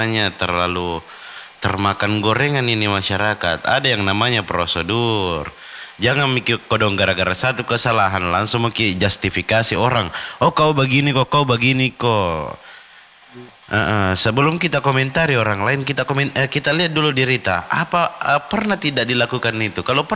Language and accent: Indonesian; South Sulawesi, Indonesia; sebagai orang Bugis, kita Bugis atau orang Sulawesi Selatan lah